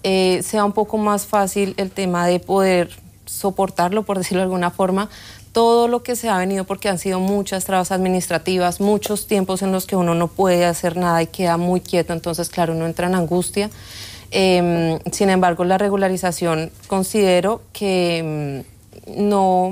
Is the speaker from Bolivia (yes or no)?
no; Colombia; Catalan is a second language; soc de Colòmbia.